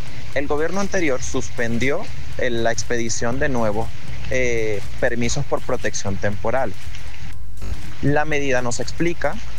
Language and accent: Spanish; Venezuela; moved away as an adult; now in Colombia; como inmigrante venezolano no me afecta porque yo tengo mi permiso por protección temporal, lo saqué llegando acá al país